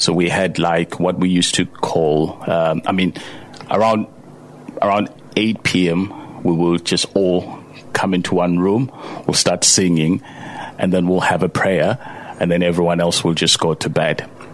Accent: Bulawayo, Zimbabwe; Yeah, like I said, I was born in Bulawayo, born and bred there. So I grew up in a place called Makwekwe, quite a mouthful for you to say.

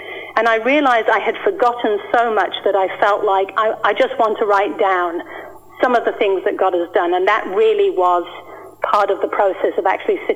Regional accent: Bentley Heath, West Midlands, United Kingdom; I was born in the West Midlands. I was actually born in a little village called Bentley Heath, which is not too far from Solihull and outside of Birmingham.

